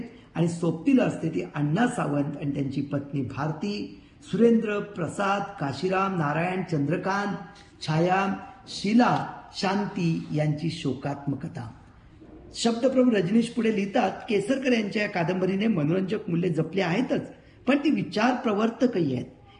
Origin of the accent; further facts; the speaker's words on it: Maharashtra, India; मला माझं कोकण म्हणजे माझं गाव आठवलं.